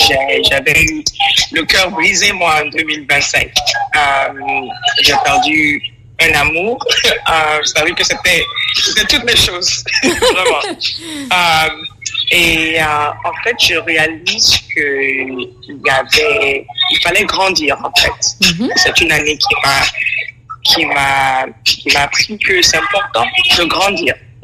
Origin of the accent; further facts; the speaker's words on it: Conakry, Guinea; born there; Moi, je suis née en Guinée-Conakry, mais mes études sont basées sur le Ghana